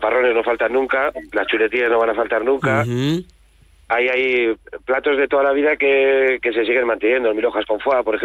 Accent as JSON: {"language": "Spanish", "town": "El Rasillo de Cameros", "region": "La Rioja", "country": "Spain", "said": "Vamos, es que el Rasillo, ¿qué te voy a decir yo? Que soy rasillano."}